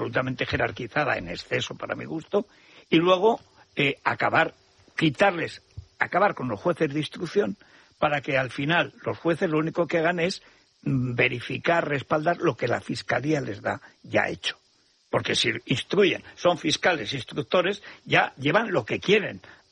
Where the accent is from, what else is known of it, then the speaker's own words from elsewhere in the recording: Aragon, Spain; como aragonés es muy cabezón